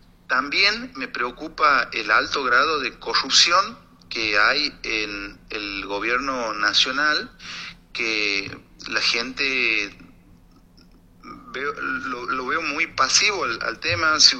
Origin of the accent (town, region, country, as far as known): Argentina